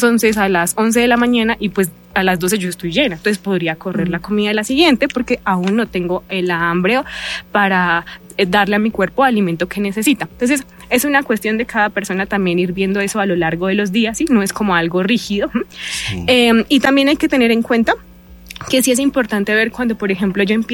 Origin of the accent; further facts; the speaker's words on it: Boyacá, Colombia; Soy de Boyacá, entonces yo he trabajado en varios municipios de Boyacá.